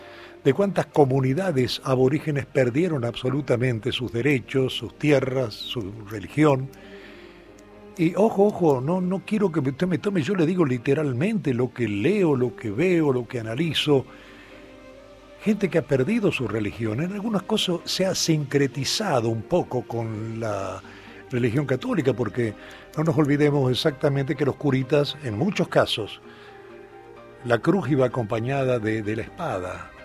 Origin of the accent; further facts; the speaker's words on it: Argentina; porque los argentinos no tenemos muy bien exactamente qué somos. ¿Qué somos los argentinos, en definitiva? Somos un cacho italiano, un cacho español, un cacho alemán, un cacho francés, no sé, tenemos de todo acá.